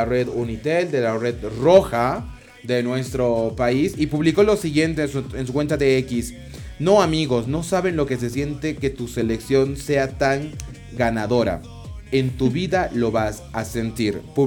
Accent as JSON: {"language": "Spanish", "country": "Bolivia", "said": "estamos triunfando en Bolivia, en nuestra tierra, en la rojo, amarillo y verde"}